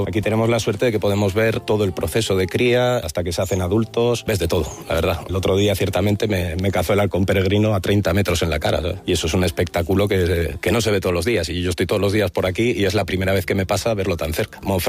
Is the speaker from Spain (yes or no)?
yes; Navarre, Spain; moved away as an adult; now in Extremadura, Spain; No, yo soy navarro, pero bueno, mi pareja es de aquí de Extremadura